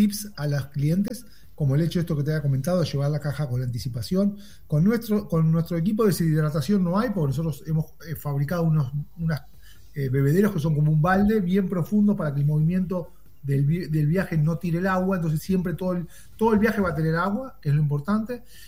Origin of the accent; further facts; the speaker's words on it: Argentina; now in Miami, United States; argentino e italiano, tengo doble ciudadanía italiana, pero por una cuestión de placer, todos mis abuelos eran italianos